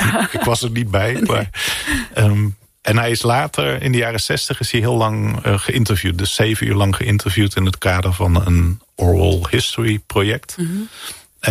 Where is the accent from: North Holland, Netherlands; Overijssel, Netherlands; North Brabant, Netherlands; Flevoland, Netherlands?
North Brabant, Netherlands; Ik kom ook uit Brabant en daar, en in de traditie van de kunst is er ook wat meer.